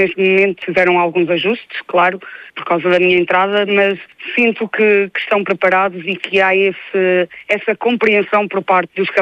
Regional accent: Viseu, Centro, Portugal; O meu intuito sempre foi ficar em Viseu, porque sou nascida e criada em Viseu e tenho todo o orgulho em pertencer a esta cidade

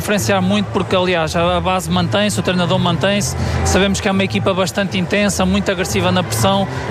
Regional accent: Coimbra, Centro, Portugal; Passei tanto pelo Porto como académico e sou natural também de Coimbra. Para mim é como jogar em casa esta final.

